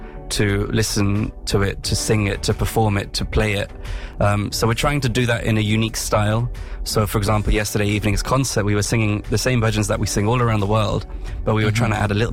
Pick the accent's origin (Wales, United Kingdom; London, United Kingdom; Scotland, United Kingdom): London, United Kingdom; I'm born and brought up in London in the United Kingdom.